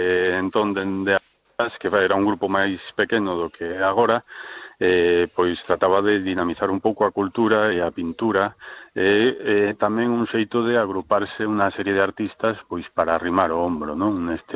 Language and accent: Galician; Vigo, Galicia, Spain; Actuamos a nivel galego, pero a maioría somos de Vigo, sí.